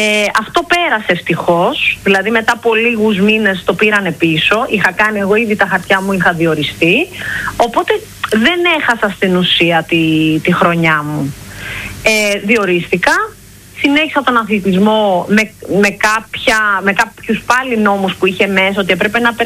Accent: Aigaleo, Attica, Greece; Στην περιοχή που εγώ μεγάλωσα, στο Εγάλιο, είχε πολύ λίγα πράγματα να κάνουμε

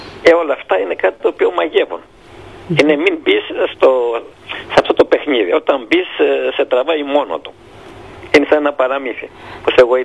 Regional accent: Lesbos, North Aegean, Greece; born there; moved away as an adult; now in Kardamyla, Chios, Greece; εγώ είμαι από τη Μυτιλίνη, ζω στα Καρδάμηλα 48 χρόνια.

